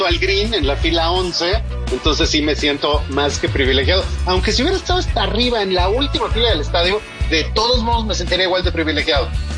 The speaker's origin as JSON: {"language": "Spanish", "country": "Mexico", "said": "hasta nuestra capacidad como mexicanos de hacer escándalo está limitado al grito, el entusiasmo y el canto"}